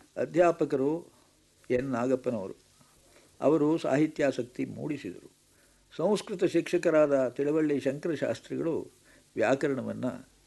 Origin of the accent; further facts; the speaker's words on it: Keralapura, Karnataka, India; ಹುಟ್ಟೂರು ಕೇರಳಾಪುರ, ಅಕ್ಕಲಗೂಡು ತಾಲೂಕು, ಹಾಸನ ಜಿಲ್ಲೆ.